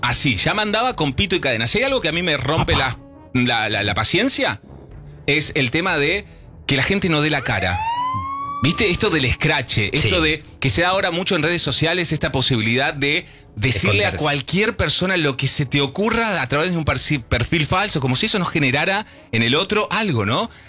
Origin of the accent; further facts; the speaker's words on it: San Martín, Buenos Aires Province, Argentina; porque los que venimos de San Martín, del conurbano, y venimos de casas, sabemos que las casas tenían otro grosor, las paredes, ¿viste?